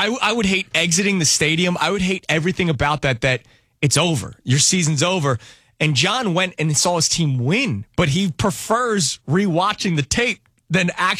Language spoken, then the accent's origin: English; Philadelphia, Pennsylvania, United States; I'm from Philadelphia, so I know a lot of people that went to that event.